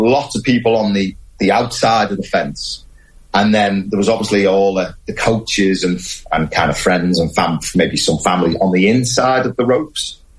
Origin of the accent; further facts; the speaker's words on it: Wirral, North West England, United Kingdom; Yeah, I mean, I'm from the Wirral. You know, I was born there, and I was never really a golf nut.